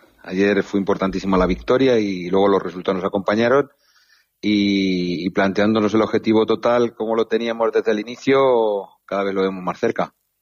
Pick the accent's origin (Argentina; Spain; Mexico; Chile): Spain; Villa de Don Fadrique, Castilla-La Mancha; Yo es mi pueblo y le tengo mucho cariño y soy del Villa desde chiquitín.